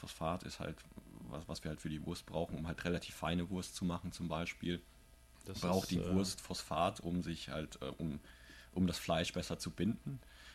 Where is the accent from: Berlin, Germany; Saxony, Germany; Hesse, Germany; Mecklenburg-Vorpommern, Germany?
Hesse, Germany; moved away as an adult; also born or lived in South Korea; now in Taipei, Taiwan; Ich komme auch aus Deutschland natürlich. Aus der Gegend von Frankfurt, Umgebung. Also ich habe Deutschland sehr, sehr früh verlassen eigentlich schon mit circa 18 Jahren. Bin dann nach Korea gegangen, um dort zu studieren, habe da 4 Jahre studiert.